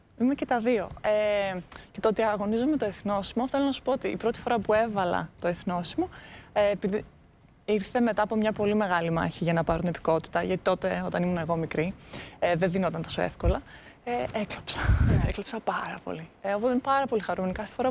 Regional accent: Greece; born there; also born or lived in Moldova; γεννήθηκα στη Μολδαβία, μεγάλωσα εδώ, αλλά είμαι εδώ από τα 8, είμαι εδώ, πήγα σχολείο, οπότε για μένα είναι αυτή η χώρα μου, αλλά ταυτόχρονα έχω και δεύτερη χώρα.

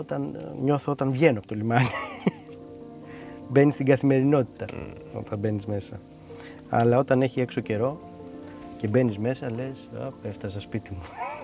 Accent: Greece; Εδώ μεγάλωσα, εδώ γεννήθηκα, εδώ μεγάλωσα, στη Λιμνοθάλασσα κυρίως. Μέσα, στο Καΐκι ο πατέρας μου ψαράς από παππούς ψαράς, πατέρας ψαράς.

